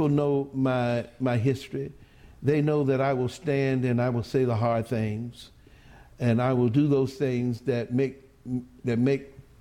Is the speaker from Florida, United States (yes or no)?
yes; Jacksonville, Florida, United States; When I was growing up in Jacksonville